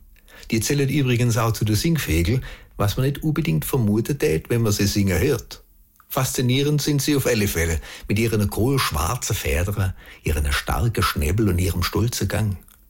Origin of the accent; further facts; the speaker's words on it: Baden-Württemberg, Germany; wie immer mit einem kleinen Liedle im Dialekt von meinem Heimatort Beisinger bei Rottweil.